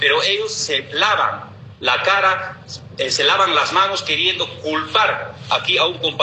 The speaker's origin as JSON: {"language": "Spanish", "country": "Bolivia", "said": "ha dado cátedra de cómo se gobierna un país a favor de todos los que somos bolivianos y bolivianas."}